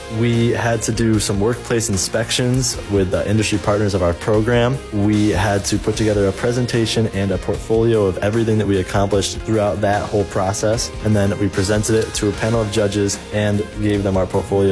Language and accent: English; Dryden, New York, United States; I'm a senior from Dryden, and I'm also in the heavy equipment program.